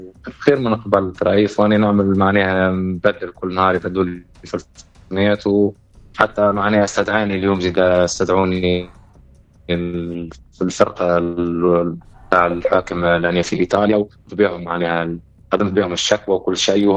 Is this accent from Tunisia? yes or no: yes; Tunisia; انا نسكن مع طلاين والمان يخزروا لي انا تونسي